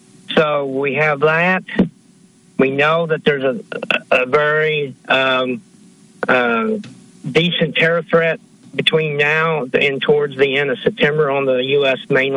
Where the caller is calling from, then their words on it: Kentucky, United States; in Eastern Kentucky.